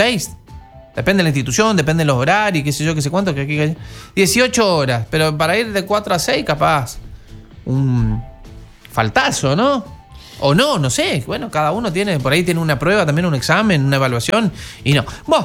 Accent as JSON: {"language": "Spanish", "country": "Argentina", "said": "todos somos argentinos"}